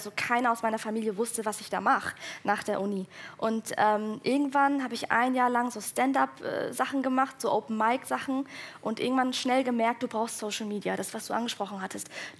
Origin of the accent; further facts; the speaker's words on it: Hesse, Germany; accent: Hessian; Und ich finde es auch so witzig, wie ich damals für meinen hessischen Dialekt so schon hardcore rassistisch im Netz beleidigt wurde